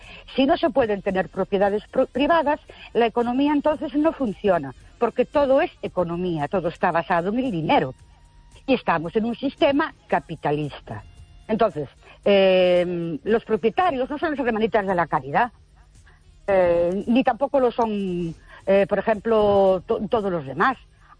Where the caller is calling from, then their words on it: Ourense, Galicia, Spain; Buenas noches … de Ourense.